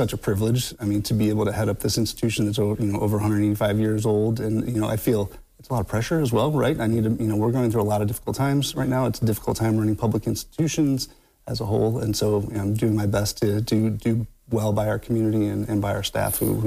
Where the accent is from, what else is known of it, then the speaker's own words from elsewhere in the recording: Ohio, United States; I'm an Ohio native. I grew up in Northeast Ohio.